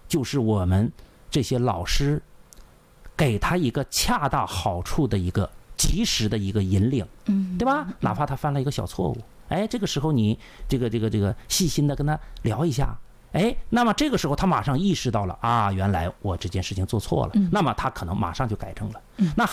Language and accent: Chinese; Daqing, Heilongjiang, China; now in Shanghai, China; 新上海人。那么从小呢，我是在东北的农村长大的，啊，我的老家呢是黑龙江大庆的，